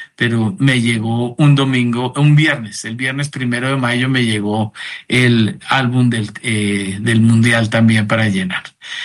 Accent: Pereira, Risaralda, Colombia; pues yo soy pereirano.

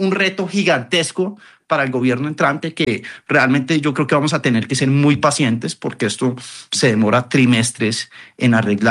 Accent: Colombia; como colombianos, tenemos que mirar cómo ayudamos a esa población vulnerable

